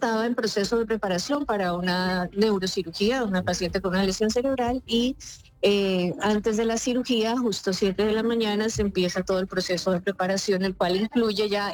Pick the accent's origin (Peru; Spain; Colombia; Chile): Colombia; Mi padre era húngaro, pero sí. Yo soy colombiana.